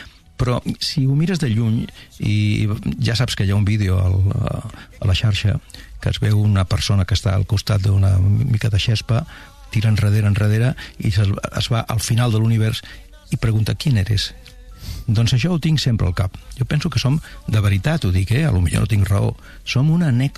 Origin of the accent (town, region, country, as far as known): Barcelona, Catalonia, Spain; born or raised there